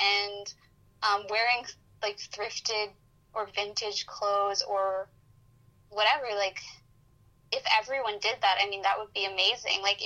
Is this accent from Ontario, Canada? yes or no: no; Vancouver, British Columbia, Canada; because I'm from Vancouver, and I go to Victoria pretty frequently